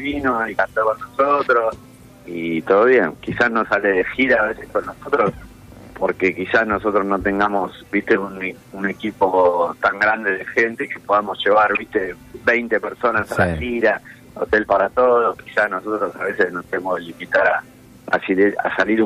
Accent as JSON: {"language": "Spanish", "region": "Buenos Aires", "country": "Argentina", "tie": "born or raised there", "said": "Pasa es que somos los tres de Piedrabuena, nosotros somos de un barrio acá de Lugano que se llama sí. Piedrabuena. Yo vivo actualmente, nací acá y sigo viviendo acá"}